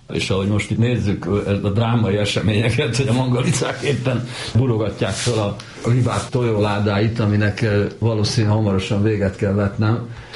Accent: Hungary; born there; valahogy az én egész életemnek az a szerencséje, hogy ezzel a lelki beállítottsággal én ide születtem Magyarországra

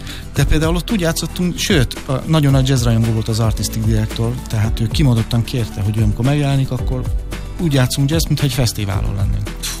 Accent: Budapest, Hungary; én a 7. kerületben nevelkedtem, aha, csak amikor megházasodtam, átkerültem a 8-ban

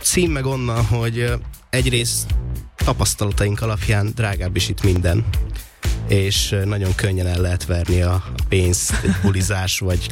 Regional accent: Sopron, Győr-Moson-Sopron, Hungary; mi alapból soproniak vagyunk, vidék

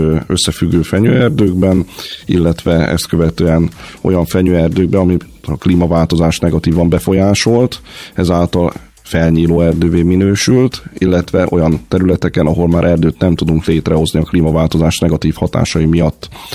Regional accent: Ásotthalom, Csongrád-Csanád, Hungary; Én alföldi származású vagyok, Ásotthalomról származom

